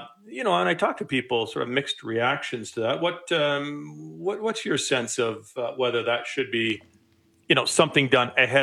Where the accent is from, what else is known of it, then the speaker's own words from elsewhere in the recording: Alberta, Canada; Those bourbon drinkers certainly look forward to when I come from Alberta, bring them a bottle of bourbon to Ontario.